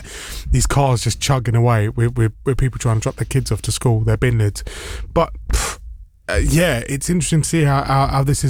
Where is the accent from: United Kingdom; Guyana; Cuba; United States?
United Kingdom; Brent, London; growing up in Brent, I mean, I live near a main road, but I actually lived on a residential road.